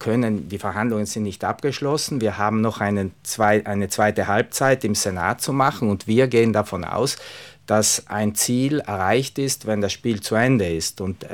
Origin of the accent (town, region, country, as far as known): Trentino-Alto Adige, Italy